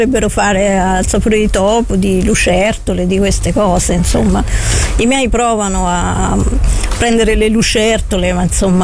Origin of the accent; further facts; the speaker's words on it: Orvieto, Umbria, Italy; also born or lived in Perugia; Io ci ho rimesso perché io ho vissuto tanti anni a Perugia, ma essendo di Orvieto la targa è TR, per cui anche beffata.